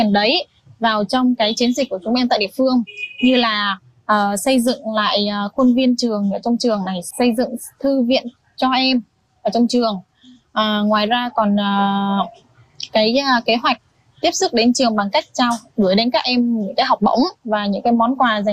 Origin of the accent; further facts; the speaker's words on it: Đắk Lắk, Vietnam; Em xin tự giới thiệu … em đến từ Đắk Lắk.